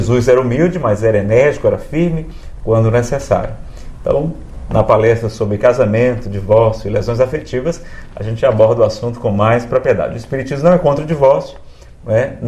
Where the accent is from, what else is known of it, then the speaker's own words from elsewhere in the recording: Fortaleza, Ceará, Brazil; moved away as an adult; now in Brasília, Brazil; Eu sou de Fortaleza, 6 anos em Brasília